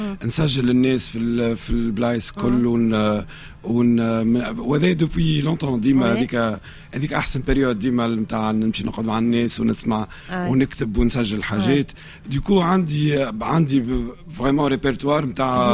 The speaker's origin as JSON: {"language": "Arabic", "town": "Tunis", "region": "Tunis Governorate", "country": "Tunisia", "tie": "born or raised there", "said": "وولد حومة عربي اللي فيها برشا موسيقى سواء حومتنا أنا وحلفاوين"}